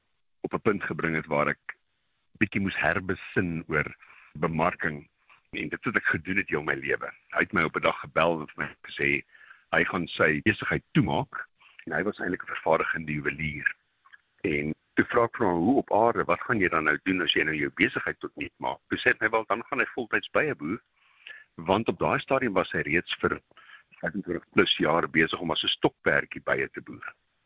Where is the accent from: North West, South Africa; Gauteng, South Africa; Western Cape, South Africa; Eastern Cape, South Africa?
Gauteng, South Africa; Nigel; also born or lived in Alberton; ek het aanvanklik in Alberton was op laerskool en van daar het my ouers verhuis na Nigel